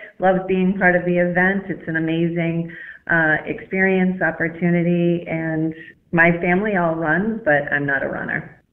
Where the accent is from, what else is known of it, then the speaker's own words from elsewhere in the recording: Falmouth, Massachusetts, United States; And I grew up in Falmouth as well